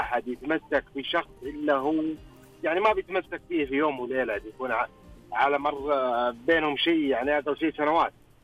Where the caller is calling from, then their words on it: Taif, Makkah Province, Saudi Arabia; انا اكلمك من الطايف